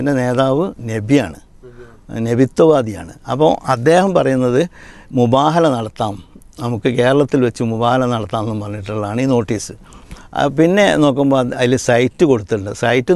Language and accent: Malayalam; Kodiyathur, Kerala, India; മൈസൂരിൻ്റെ അടുത്ത് തന്നെയാണ് ഈ കൊടിയത്തൂർ, പക്ഷേ ഞാൻ കൊടിയത്തൂർ സ്വദേശിയാണ്